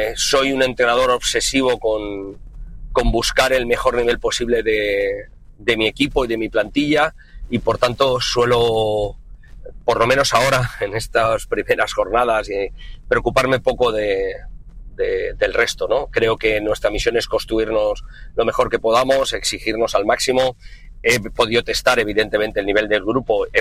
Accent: Valencian Community, Spain; para los que somos valencianos, y además valencianos de orgullo

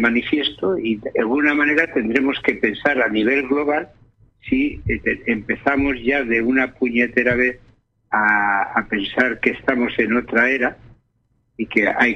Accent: Catalonia, Spain; born there; siendo un catalán, nacido en Cataluña y gustándole Cataluña y queriendo a Cataluña

